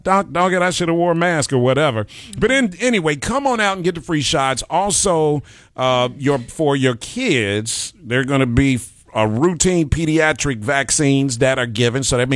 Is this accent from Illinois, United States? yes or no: yes; Chicago, Illinois, United States; born or raised there